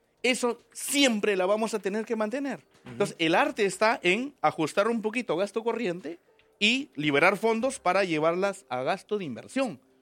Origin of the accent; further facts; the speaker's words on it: Peru; me da cólera a mí como peruano